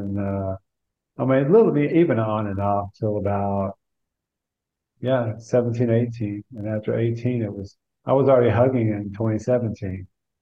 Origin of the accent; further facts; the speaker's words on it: Texas, United States; Well, I grew up in Texas, hence the name.